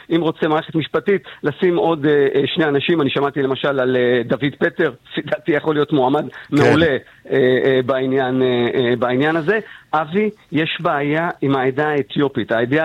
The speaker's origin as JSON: {"language": "Hebrew", "town": "Ashkelon", "region": "Southern District", "country": "Israel", "tie": "born or raised there", "said": "בשכונה שלי, הדלתות לא היו נעולות. אומנם היינו גרים בצריפים"}